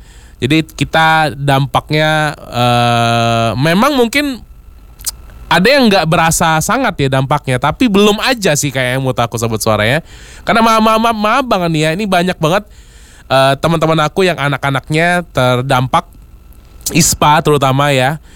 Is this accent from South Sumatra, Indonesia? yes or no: yes; Palembang, South Sumatra, Indonesia; kita sebagai warga Palembang ya